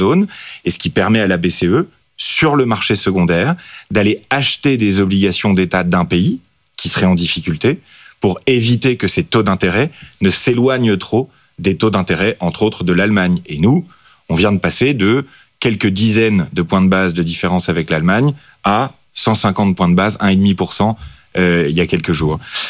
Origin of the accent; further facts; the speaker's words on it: France; chez nous, en France